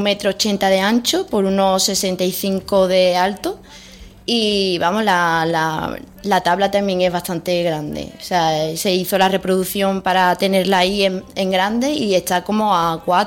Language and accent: Spanish; Utrera, Andalusia, Spain; mi pueblo